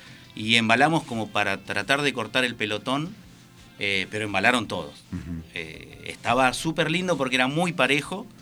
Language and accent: Spanish; Claromecó, Buenos Aires Province, Argentina; soy de Claro Mecó